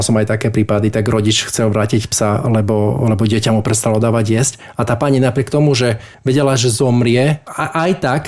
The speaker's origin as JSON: {"language": "Slovak", "region": "eastern Slovakia", "country": "Slovakia", "said": "u nás na východe"}